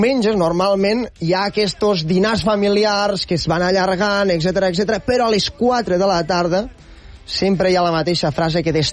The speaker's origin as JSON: {"language": "Catalan", "town": "Tàrrega", "region": "Catalonia", "country": "Spain", "moved": "as an adult", "said": "Jo me'n vaig marxar de Tàrrega sobre els 18 anys, perquè el que passa és que a Lleida hi ha tres esdeveniments canònics."}